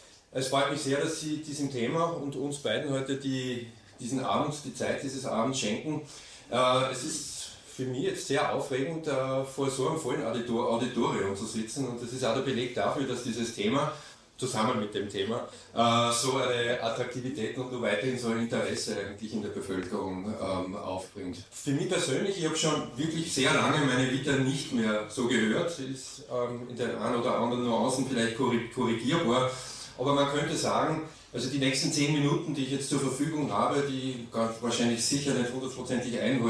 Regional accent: Eigenschlägl, Upper Austria, Austria; Es ist allein in dem Raum Oberösterreich einfach schlichtweg so, dass dort, wo ich herkomme aus Eigenschlägel, Nebenerwerbsbauern sind

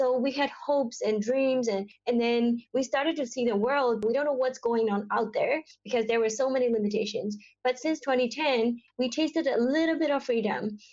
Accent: Myanmar; English is a second language; I am from Myanmar.

